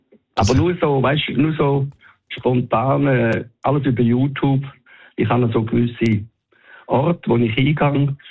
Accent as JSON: {"language": "German", "town": "Winterthur", "region": "Zurich", "country": "Switzerland", "said": "Ich komme aus Winterthur"}